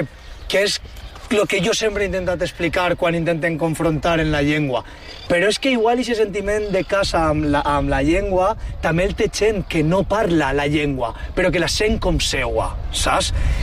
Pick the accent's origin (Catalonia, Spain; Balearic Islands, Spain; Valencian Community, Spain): Valencian Community, Spain; la cosa tan personal que tenim nostra com a valencians